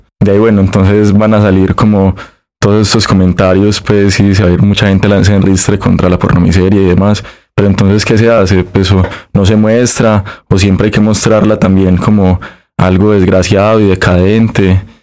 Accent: Medellín, Antioquia, Colombia; born there; yo que nací en Medellín, que nací en una época, que vi en mi infancia algunas cosas y en mi adolescencia otras y en mi adultez otras

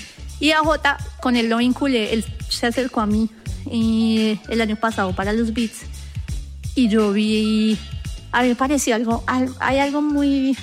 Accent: Bogotá, Colombia; yo soy de Suba, pero trabajé muchas cosas en Ingativá.

